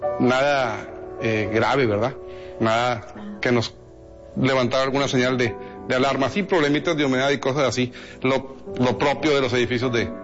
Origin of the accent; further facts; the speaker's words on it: Piedras Negras, Coahuila, Mexico; Para nosotros es apostarle al centro de Piedras Negras, es apostarle a Piedras Negras. Nosotros somos de Piedras Negras, no nos vamos a ir.